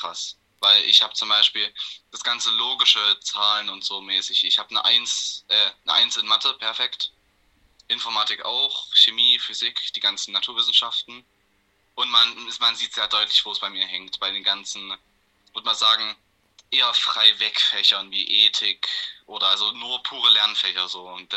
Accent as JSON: {"language": "German", "region": "Saxony", "country": "Germany", "said": "Ich komme aus Kransthal, Deutschland."}